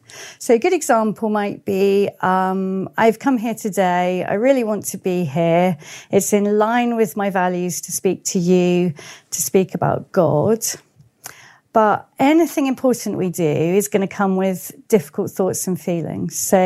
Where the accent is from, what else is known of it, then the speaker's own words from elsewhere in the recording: Worthing, South East England, United Kingdom; And there was an offer of a job in a place that no one else would want, but Worthing was my hometown.